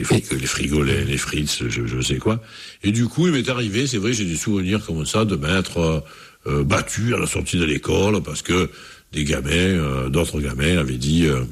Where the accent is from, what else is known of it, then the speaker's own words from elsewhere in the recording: Marseille, Provence-Alpes-Côte d'Azur, France; Et je n'étais même pas marseillais, j'étais de l'Estac, en fait, j'étais de ce quartier-là.